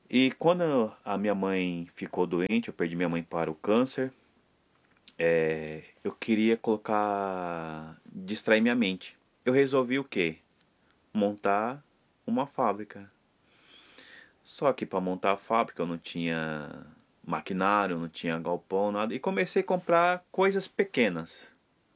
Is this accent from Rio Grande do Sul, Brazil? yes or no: no; Suzano, São Paulo, Brazil; born there; also born or lived in Bahia / Vila Industrial, São Paulo; E ali na Vila Industrial, em São Paulo, e dali nós fomos morar em Suzano. Em Suzano nós chegamos, como eu falei, em 88, mais ou menos. Fomos morar junto com meus avós materno